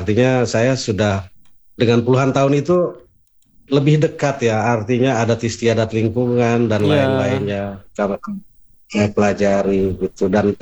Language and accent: Indonesian; Sukabumi, West Java, Indonesia; moved away as an adult; also born or lived in Maluku / Depok; Saya dari kecil itu saya kebetulan tinggal di Jawa Barat ya Bang, di daerah Sukabumi ya sana.